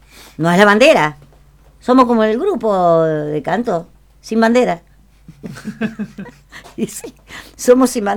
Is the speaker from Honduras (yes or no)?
no; Argentina; con el mundial éramos argentinos, sí, sí. Ya no somos más argentinos